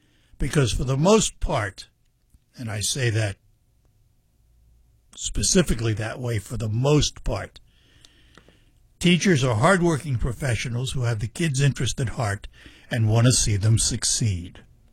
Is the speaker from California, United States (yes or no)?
no; New York, United States; moved away; this, of course, relates to my hometown. For those of you that have listened for any length of time, you know I'm a New Yorker.